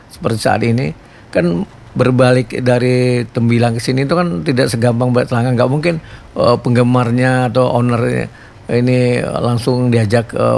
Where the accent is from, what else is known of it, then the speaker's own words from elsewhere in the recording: Java, Indonesia; Tapi kalau saya orang Jawa, yang tumpeng itu ada ingkungnya